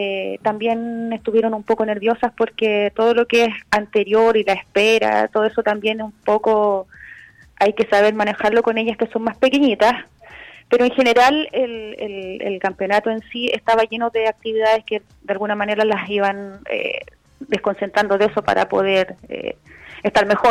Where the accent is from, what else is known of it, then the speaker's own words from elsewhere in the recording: Chile; somos solidarios los chilenos